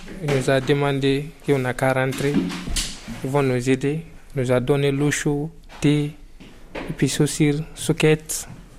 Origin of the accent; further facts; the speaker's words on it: Guinea; Je viens de Guinée-Conakry.